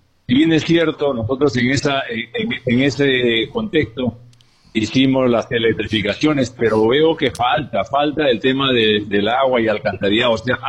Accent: Cajaruro, Amazonas, Peru; cuando pregunto por mi tierra, pregunto por Cajaruro

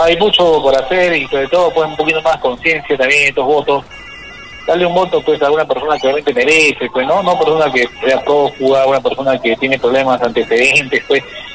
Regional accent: Arequipa, Peru; siendo como arequipeños

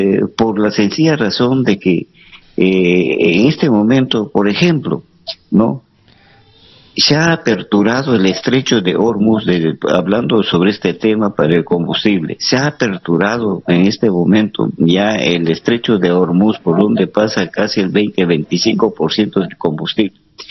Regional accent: Peru; la sociedad consumista, como somos nosotros los peruanos.

